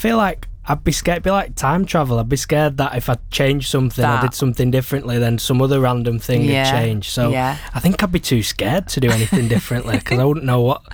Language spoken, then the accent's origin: English; Manchester, North West England, United Kingdom; from Manchester, as you say. I'm 28. Love travelling.